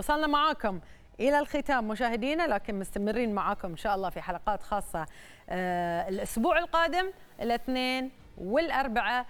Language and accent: Arabic; Bahrain; إحنا كبحرينيين